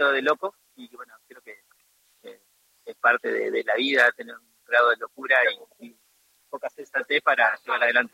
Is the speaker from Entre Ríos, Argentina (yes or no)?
yes; Viale, Entre Ríos, Argentina; born there; now in Paraná, Argentina; yo tenía acá a 50 kilómetros, donde nací en Viale, tengo un pequeño lugar donde procesamos la carne. Y bueno, obviamente abastecemos a nuestros locales comerciales que tenemos acá en Paraná.